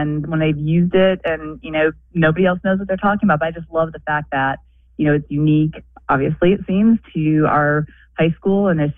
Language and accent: English; Brockport, New York, United States; now in Columbia, United States; I'm originally from Brockport, New York. It is a small college town in western New York, right on the Erie Canal.